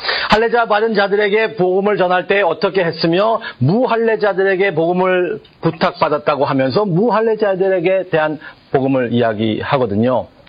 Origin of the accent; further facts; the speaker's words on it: South Korea; 우리는 한국 사람들이니까